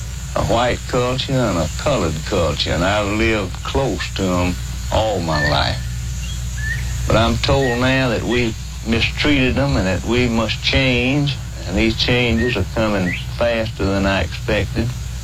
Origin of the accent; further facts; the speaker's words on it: the Delta, Mississippi, United States; I've lived in this Delta all my life. My parents before me, my grandparents.